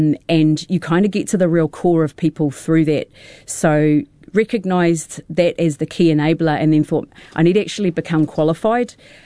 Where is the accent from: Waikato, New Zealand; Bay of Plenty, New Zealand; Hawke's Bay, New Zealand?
Bay of Plenty, New Zealand; Whakatane; I grew up in Whakatane, just a little township on the east coast of the North Island, for those of you that don't know it.